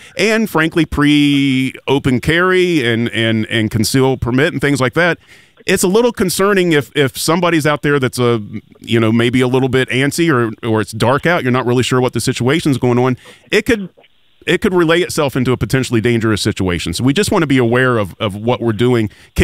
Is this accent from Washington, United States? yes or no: no; St. Albans, West Virginia, United States; I'm in my 50s, and when I grew up in Coal River and St. Albans, I had a little creek that was overgrown.